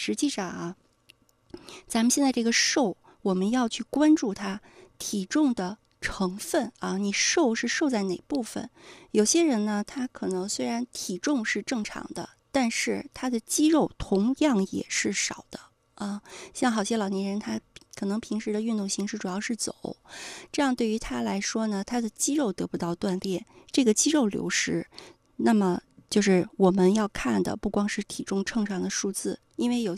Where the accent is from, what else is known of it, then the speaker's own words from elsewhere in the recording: China; 特别是我们中国人